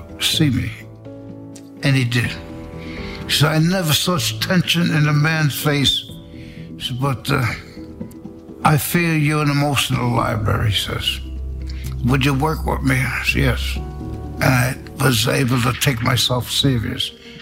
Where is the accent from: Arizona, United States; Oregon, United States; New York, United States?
New York, United States; New York City; born there; I was born in Corona, Queens, New York.